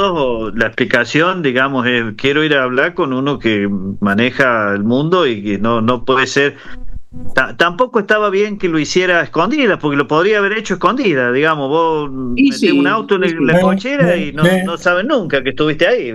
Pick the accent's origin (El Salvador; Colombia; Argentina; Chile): Argentina; los únicos que no estamos haciendo nada para la soberanía tecnológica somos los argentinos